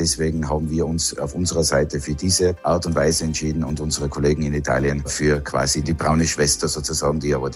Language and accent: German; Tyrol, Austria; Bei uns in Österreich ist es eben das Verzinken der Leitschienen, die vor dem Verrosten schützt.